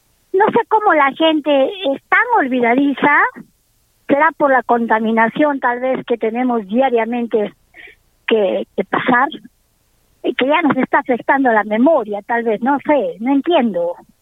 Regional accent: Arequipa, Peru; Los arequipeños netos somos pues nosotros, los que descendemos. Todavía tenemos una pizca de descendencia, pues, de los verdaderos dueños del territorio que ahora se llama Arequipa

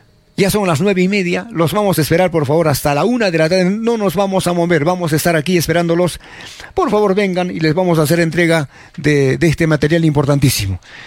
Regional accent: Arequipa, Peru; Somos arequipeños, ¿correcto?

